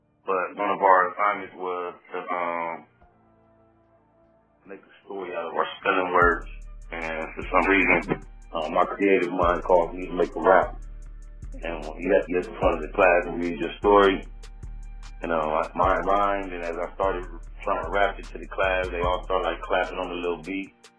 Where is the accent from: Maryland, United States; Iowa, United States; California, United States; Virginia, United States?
California, United States; Compton; I'm from Compton / Los Angeles, South Central, California.